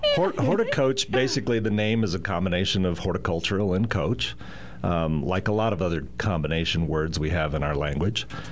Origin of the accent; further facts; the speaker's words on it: Prescott, Arizona, United States; I was born in Prescott Community Hospital, or Yavapai Community Hospital